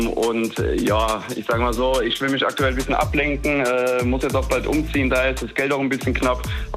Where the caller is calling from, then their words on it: Rhineland-Palatinate, Germany; ich komme aus der Nähe von Mainz